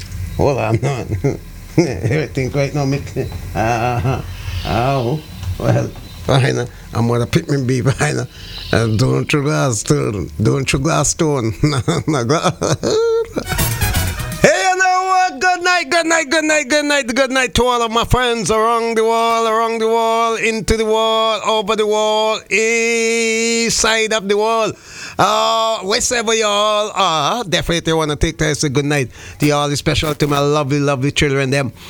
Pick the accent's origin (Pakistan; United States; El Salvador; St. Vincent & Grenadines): St. Vincent & Grenadines; moved away; my hometown, St. Vincent, the Grenadines